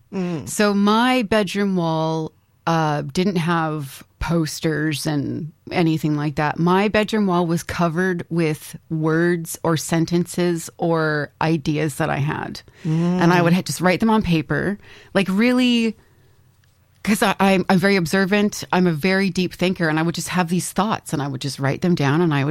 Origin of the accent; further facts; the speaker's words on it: Winnipeg, Manitoba, Canada; And I grew up, born and raised in Winnipeg, which is Treaty 1 territory.